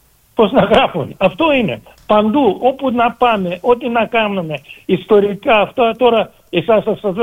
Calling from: Greece

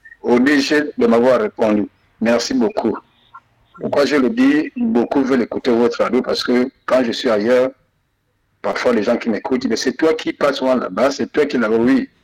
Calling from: Gabon; je suis Gabonais, je défends mon pays.

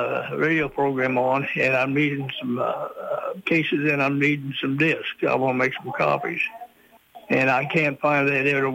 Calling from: Slater, Missouri, United States

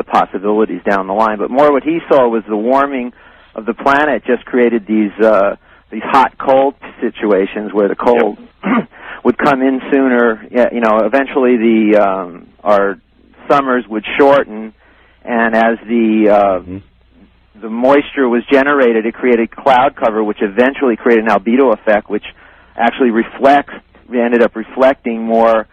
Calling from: Kona, Hawaii, United States

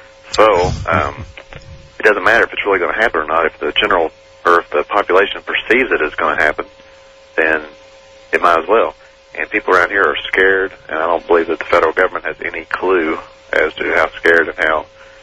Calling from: Lexington, Kentucky, United States; Lexington, Kentucky.

